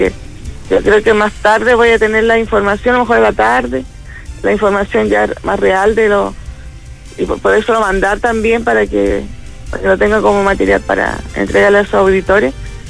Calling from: Huasco Province, Atacama, Chile

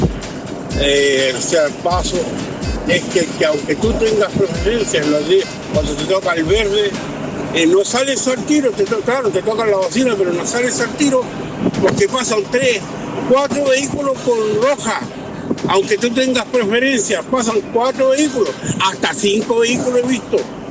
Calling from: Antofagasta, Chile

